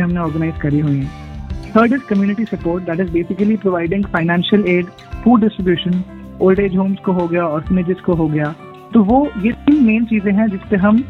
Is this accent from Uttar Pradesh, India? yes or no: yes; Lucknow, Uttar Pradesh, India; हम लोग मतलब ओरिजिनली लखनऊ से, लखनऊ के पास भी हमारा गांव है सिधौली करके।